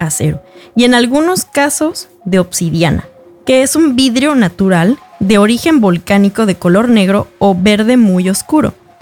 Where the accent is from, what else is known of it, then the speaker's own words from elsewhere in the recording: Mexico; now in Norway; para quien no me conoce, soy periodista de México